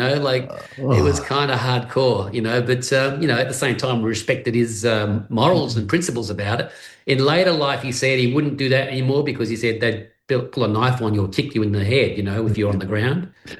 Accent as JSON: {"language": "English", "town": "Perth", "region": "Western Australia", "country": "Australia", "tie": "born there"}